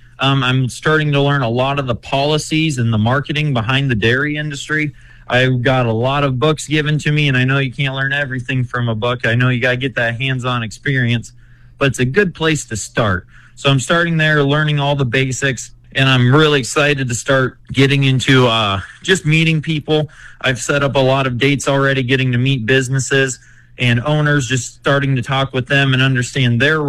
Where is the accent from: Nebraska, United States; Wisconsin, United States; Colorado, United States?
Nebraska, United States; Wisner; So I grew up in Wisner, Nebraska on a livestock farm. We raised show pigs and poultry, and I still raise poultry and pigs to this day with my dad.